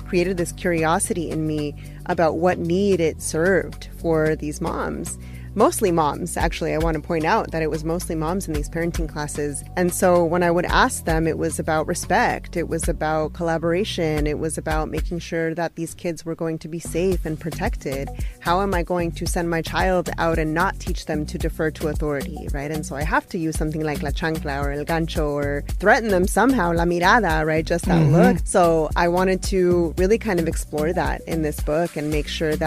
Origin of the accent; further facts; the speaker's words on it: Santa Ana, California, United States; I was, 1987. Born and raised in Santana, now raising my babies there.